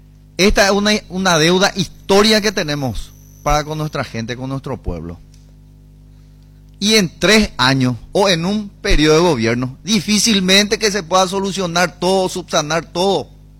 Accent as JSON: {"language": "Spanish", "region": "Canindeyú", "country": "Paraguay", "said": "provengo del departamento de Canindeyú"}